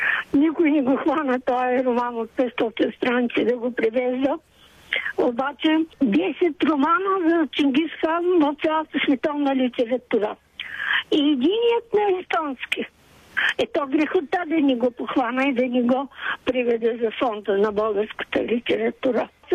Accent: Ruse, Ruse Province, Bulgaria; Абе аз съм от Руса, имам висше образование.

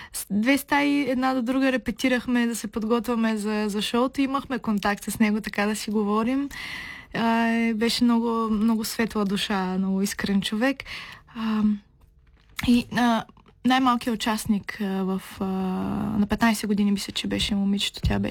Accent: Shumen, Shumen Province, Bulgaria; now in Pernik, Bulgaria; може да съм далеч от Шумен

